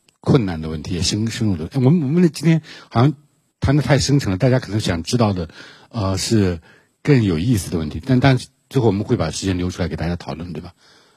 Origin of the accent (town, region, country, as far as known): China